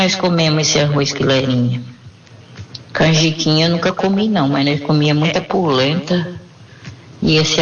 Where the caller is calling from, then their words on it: Brazil; Sou aqui do Jardim Vitória … do Jardim Vitória, aqui de Matimor.